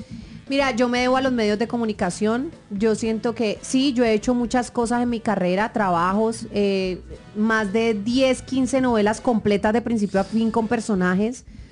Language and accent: Spanish; Cali, Valle del Cauca, Colombia; la puedo romper como caleña porque tengo las herramientas y he construido una cultura muy caleña durante toda mi vida.